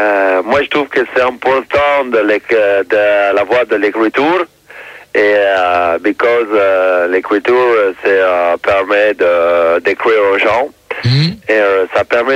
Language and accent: French; London, United Kingdom; French is a second language; Je parle un peu français, je suis de Londres